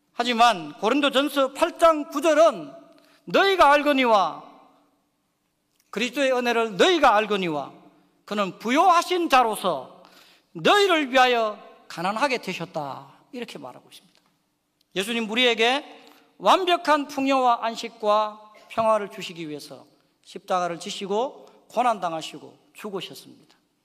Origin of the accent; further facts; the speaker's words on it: Yeongcheon, North Gyeongsang, South Korea; 제가 영천 사람인데